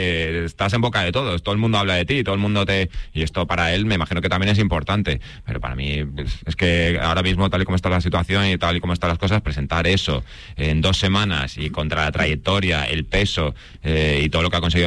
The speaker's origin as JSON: {"language": "Spanish", "town": "Alicante", "region": "Valencian Community", "country": "Spain", "said": "porque soy de Alicante, sabía quién era, pero había mucha gente en este país que no sabía quién era."}